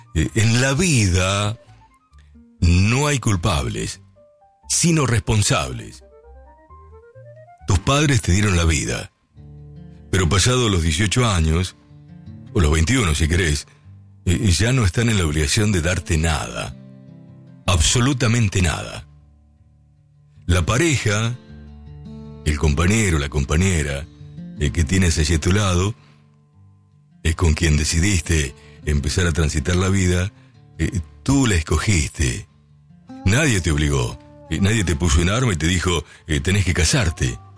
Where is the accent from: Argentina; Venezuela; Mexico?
Argentina; Lincoln, Buenos Aires Province; now in Buenos Aires, Argentina; Yo cuando salí de mi ciudad de Lincoln, ya que está escuchando allí el amigo Carlitos, mi viejo me dijo, mirá, te voy a desear lo mejor, ya que te vayas a la ciudad de Buenos Aires, son 320 kilómetros de Lincoln a esta capital